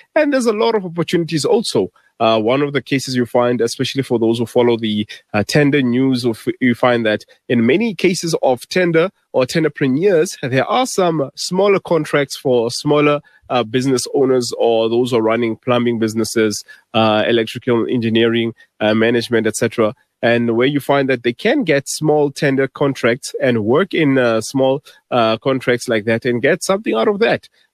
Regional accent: South Africa

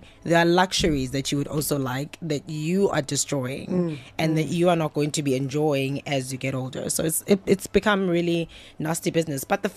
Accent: South Africa; born there; also born or lived in Harrismith, Free State / Durban, KwaZulu-Natal; So I grew up a little bit there and a little bit also in Durban.

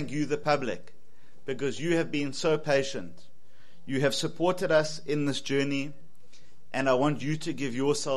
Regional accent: KwaZulu-Natal, South Africa; I come from KwaZulu-Natal

